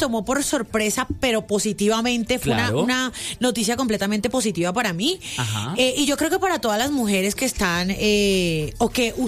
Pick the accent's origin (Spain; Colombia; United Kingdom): Colombia; es que como todo colombiano y como aquí hay tanta vaina, uno, uh-huh, como dicen por ahí, echa la ley, echa la trampa.